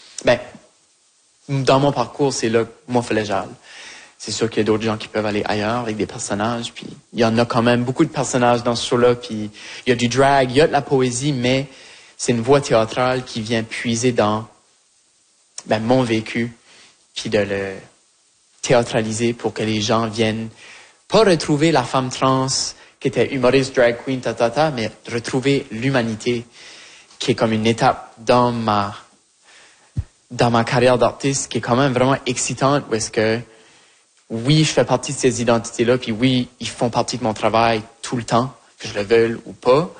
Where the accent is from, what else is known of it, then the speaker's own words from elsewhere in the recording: Shediac, New Brunswick, Canada; accent: Acadian; also born or lived in Moncton; now in Montreal, Canada; moi je viens de Shediac